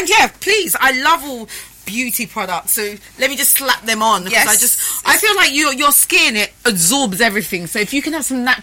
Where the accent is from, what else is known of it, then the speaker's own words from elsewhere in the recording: Oldham, North West England, United Kingdom; born there; moved away; I'm originally from Manchester.